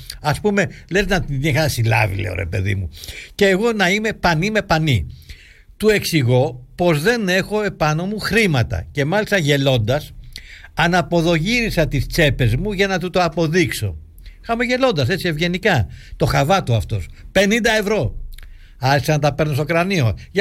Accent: Greece; Ο Δόλιος, συνάδελφος, του λέω, είμαι από την Ελλάδα.

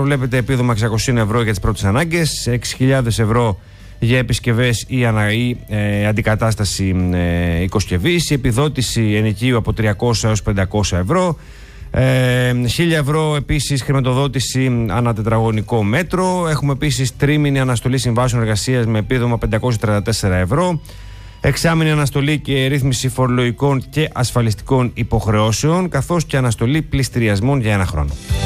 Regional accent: Kalamata, Peloponnese, Greece; Ναι, εντάξει, στην Καλαμάτα είμαστε.

